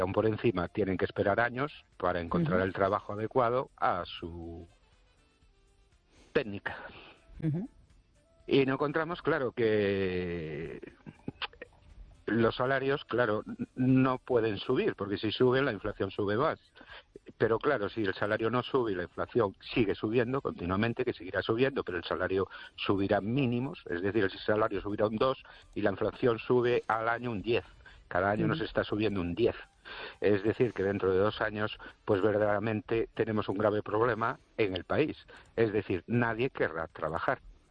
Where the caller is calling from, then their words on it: Ourense, Galicia, Spain; de Orense.